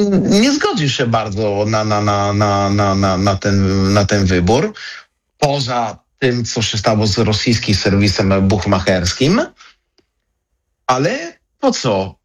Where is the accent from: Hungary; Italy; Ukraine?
Italy; Polish is a second language; bo jestem Włochem i wiem, jak Włosi czasami zachowują